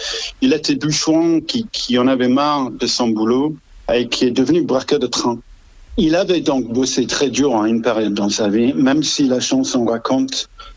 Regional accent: England, United Kingdom; accent: English; French is a second language; Moi, je suis anglais, vous aurez compris par l'accent

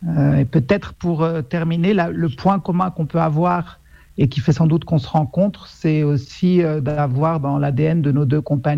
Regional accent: France; moved away; je suis français d'origine

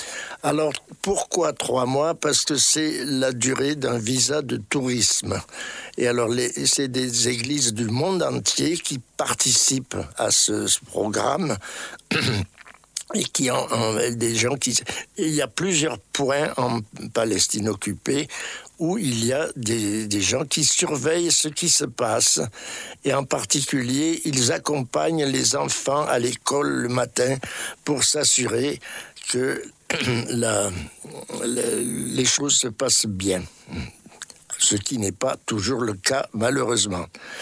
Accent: France; Moi, en tant que Français

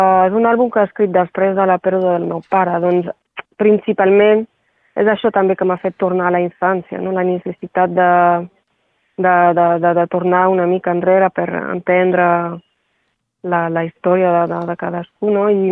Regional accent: Occitania, France; also born or lived in Céret; he nascut a Serré, però he crescut sempre a la Cerdanya, el poble d'allò. He sigut el poble de la meva infància, el jardí de la infància, de la muntanya d'allò.

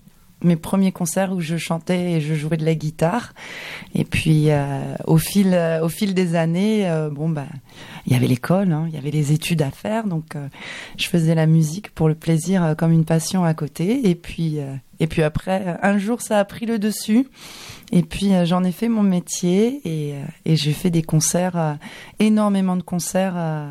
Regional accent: Île-de-France, France; Et puis moi je viens de la région parisienne. J'habite dans l'Essonne.

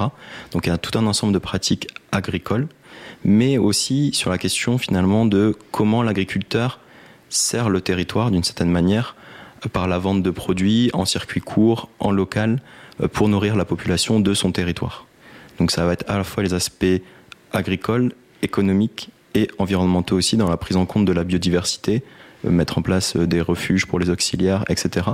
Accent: Dunkirk, Hauts-de-France, France; also born or lived in Lille; Donc j'étais dans le nord de la France, à Lille, puisque je suis originaire de Dunkerque.

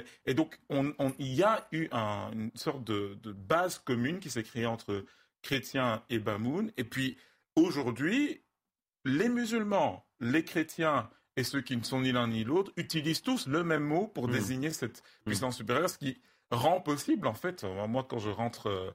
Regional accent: West, Cameroon; first language Bamum; French is a second language; je suis originaire du Cameroun. Je viens d'une région qui a eu sa langue depuis des siècles.

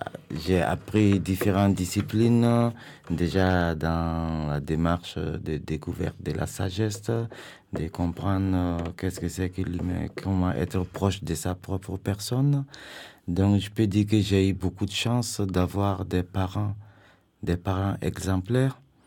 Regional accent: Burkina Faso; moved away as an adult; now in France; Je suis né au Burkina Faso, donc c'est en Afrique de l'Ouest et autour du Mali, Côte d'Ivoire, Burkina, Togo, Bénin, Niger, Ghana.

